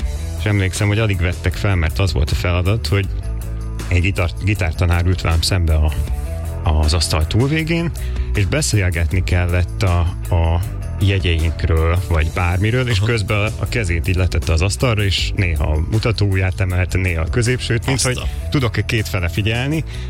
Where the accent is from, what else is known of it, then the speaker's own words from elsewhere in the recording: Debrecen, Hajdú-Bihar, Hungary; moved away; Debrecenből jöttem egyébként